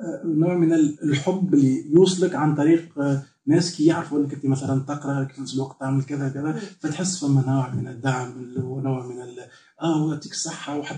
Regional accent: Tunisia; من سوسة، مولود في سوسة، دونك بيئتي بيئة تونسية عادية جدا

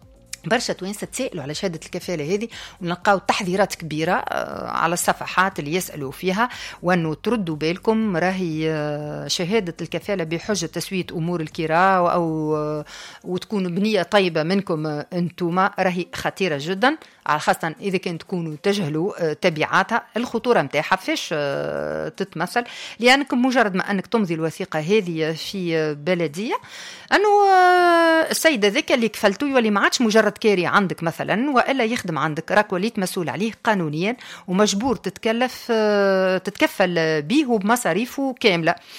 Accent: Tunisia; احنا بون تونسي نعرفوا العبارات القانونية أو العبارات معنى هذه الكلها نستعملها بالفرنسية

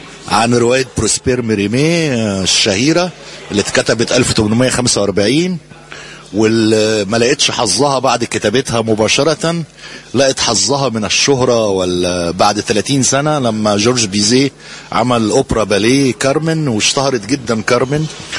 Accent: Upper Egypt, Egypt; وأنا أصلا جنوبي، يعني أصولي جنوبية

